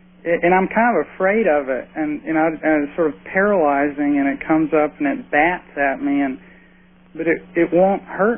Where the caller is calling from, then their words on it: Memphis, Tennessee, United States; I'm from Memphis.